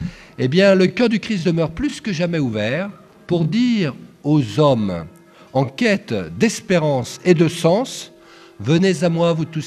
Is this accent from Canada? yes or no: no; France; Comme la plupart d'entre vous, je suis français pour la plupart, pas tous.